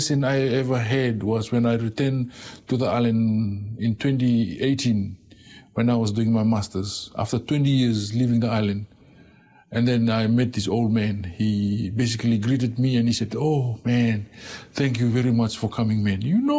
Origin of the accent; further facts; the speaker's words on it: New Zealand; a lot of growing up in New Zealand, things are so easy.